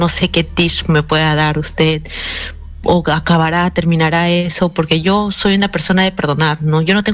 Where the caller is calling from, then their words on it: Lima, Peru; de Los Olivos. Mi fecha de nacimiento es el 18 de enero del 97.